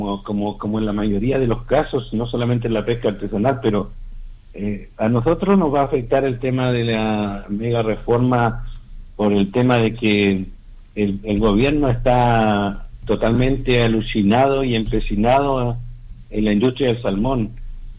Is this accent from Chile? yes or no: yes; Ancud, Los Lagos, Chile; yo soy nacido y criado en Chiloé, en Ancud